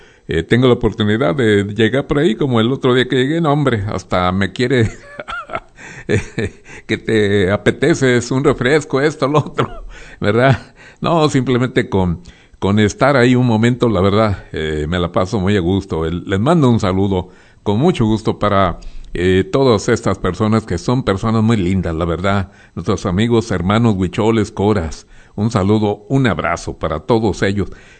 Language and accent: Spanish; Mexico